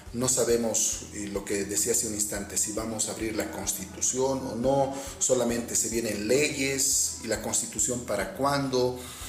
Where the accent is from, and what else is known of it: Bolivia